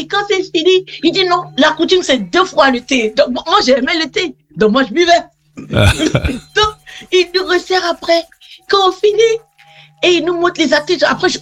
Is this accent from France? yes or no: no; Côte d’Ivoire; vous venez d'où? Après, on dit de la Côte d'Ivoire